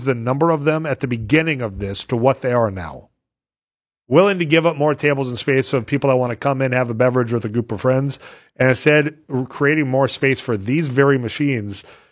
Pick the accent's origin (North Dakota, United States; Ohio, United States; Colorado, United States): North Dakota, United States; people don't have to drive 30 miles from my hometown, or I guess 40, because you got to go down, Highway 20, going south to Devil's Lake there.